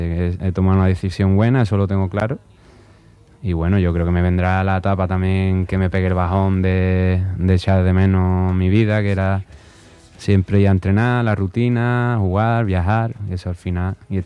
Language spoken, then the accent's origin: Spanish; Cádiz, Andalusia, Spain; haber vivido toda esta etapa aquí en el Cádiz, que para mí era algo inviable el poder jugar aquí en mi tierra